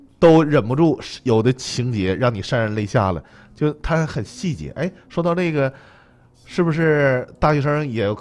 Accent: Jinzhou, Liaoning, China; 回到我的家乡锦州？将的这种决心和热情，我回到了咱们锦州。

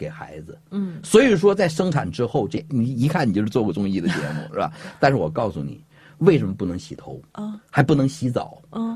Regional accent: China; 我们中国人有个非常好的传统，要做好月子

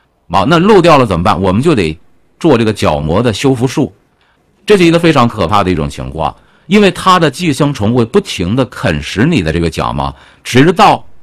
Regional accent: Northeast China, China; 我记得小时候在东北啊

